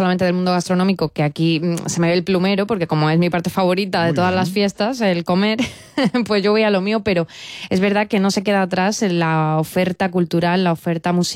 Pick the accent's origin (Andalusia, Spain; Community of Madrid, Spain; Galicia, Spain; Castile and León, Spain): Andalusia, Spain; Almería; siendo de España, bueno, siendo almerienses